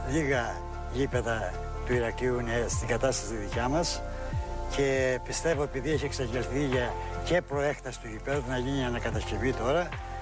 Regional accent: Damasta, Crete, Greece; moved away; also born or lived in Athens

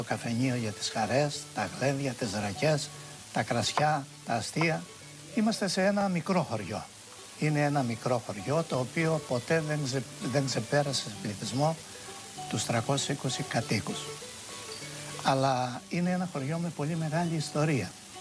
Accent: Kainourio Chorio, Crete, Greece; born or raised there; also born or lived in Heraklion

